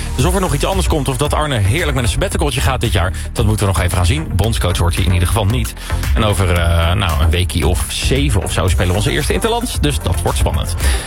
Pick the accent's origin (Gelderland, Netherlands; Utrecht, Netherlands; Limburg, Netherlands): Gelderland, Netherlands; Nijmegen; moved away; Ik kom uit Nijmegen oorspronkelijk.